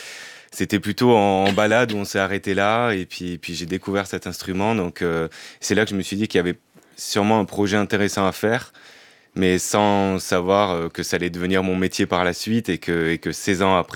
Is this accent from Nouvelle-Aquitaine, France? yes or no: yes; Périgueux, Nouvelle-Aquitaine, France; Périgueux, en Dordogne, là où j'ai grandi dans le Périgord.